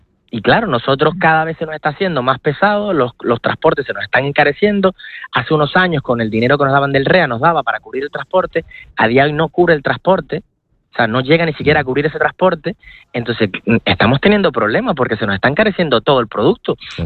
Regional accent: Canary Islands, Spain

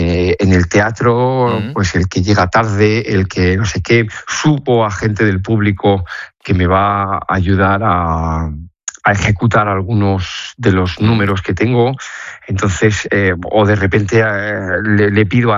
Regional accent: Region of Murcia, Spain; es que yo vengo de Murcia, que aquello es una bañera.

